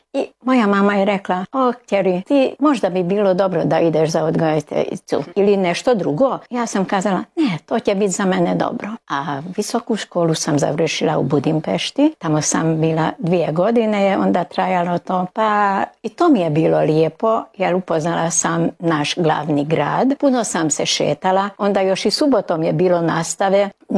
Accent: Udvar, Baranya, Hungary; Ja sam u Udvaru rođena, u onoj kući gdje ćemo i posjetiti.

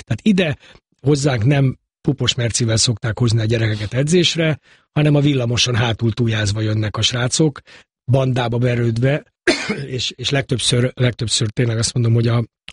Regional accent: Budapest, Hungary; én a Pongrácz telepen nőttem fel 14 éves koromig, és aztán elköltöztünk egy steril környezetbe, Rákoskeresztúrra

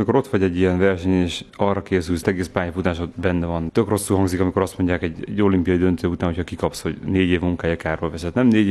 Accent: Göd, Pest, Hungary; nem tudnék onnan elköltözni. Ez az első hely, ahol van Dunapart, vidék, ugyanakkor város, nincsenek panelházak. Azt mondom, hogy ha nem ide születtem volna, akkor szomorú lennék.

